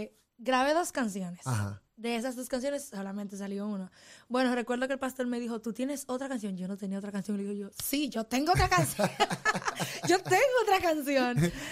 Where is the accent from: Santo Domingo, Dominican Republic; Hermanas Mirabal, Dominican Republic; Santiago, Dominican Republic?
Santo Domingo, Dominican Republic; Los Alcarrizos; de donde yo vengo, yo soy de Santo Domingo, Los Alcarrizos, eso es un barrio allá